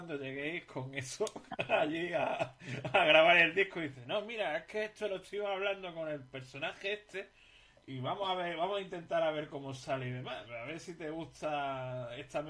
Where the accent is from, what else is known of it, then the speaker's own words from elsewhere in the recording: Melilla, Spain; desde Melilla, desde mi tierra, aquí en Dale Punk y Dale.